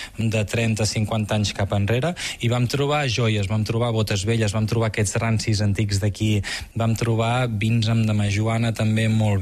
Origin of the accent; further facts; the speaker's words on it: Girona, Catalonia, Spain; born there; now in Empordà, Spain; he nascut a Girona, Kilian, i jo vaig venir aquí